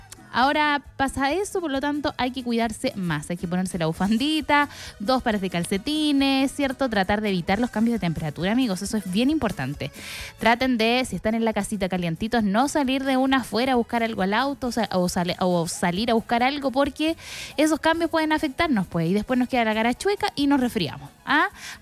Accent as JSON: {"language": "Spanish", "town": "San Vicente de Tagua Tagua", "region": "O'Higgins", "country": "Chile", "said": "en mi pueblo, en San Vicente de Tahuatahua"}